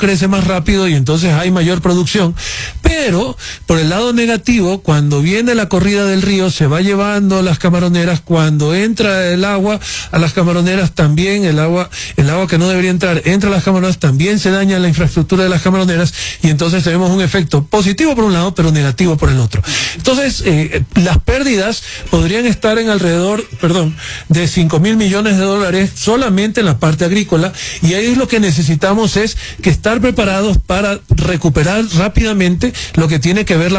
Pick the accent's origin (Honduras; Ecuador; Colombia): Ecuador; la factura la vamos a pagar todos los ecuatorianos